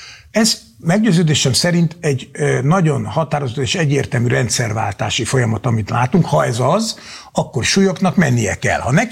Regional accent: Hungary; én, mint magyar választópolgár, mint magyar ember

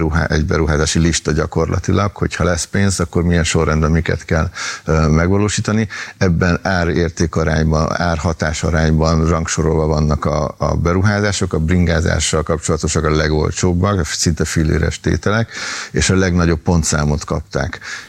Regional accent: Budapest, Hungary; újpesti vagyok, onnan származom, ugye, és gyakorlatilag abban az utcában lesz az új metró megálló, ahol felnőttem, tehát Rózsa utcában

